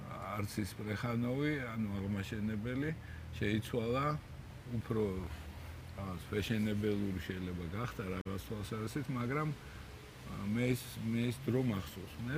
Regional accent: Tbilisi, Georgia; ხო, და ბავშვობა, ალბათ სტანდარტული, მაინც დავიბადე თბილისში. ცხოვრობდით მაშინ კალინინის ქუჩაზე, პრეხანიზზე.

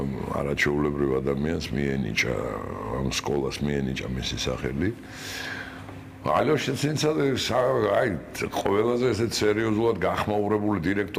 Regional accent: Tbilisi, Georgia; მე დავიბადე აქ ლეხანოზე და გავიზარდე აქვე. სკოლა იყო ორი სახლის შემდეგ.

